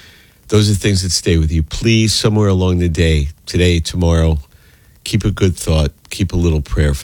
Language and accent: English; New York City, New York, United States; moved away; I was there, born and raised in New York.